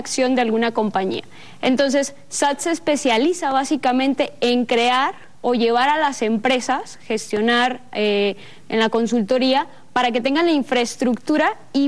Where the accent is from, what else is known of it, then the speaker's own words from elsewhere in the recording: Mexico; yo soy mexicana